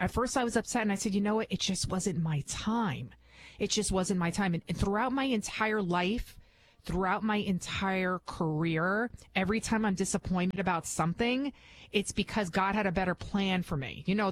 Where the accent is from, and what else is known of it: Bronx, New York, United States; English is a second language